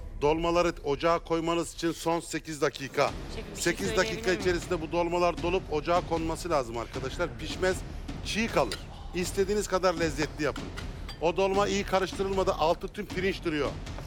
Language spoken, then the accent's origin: Turkish; Ereğli, Konya, Turkey; also born or lived in Gaziantep; Evet Konyalı. Ereğli.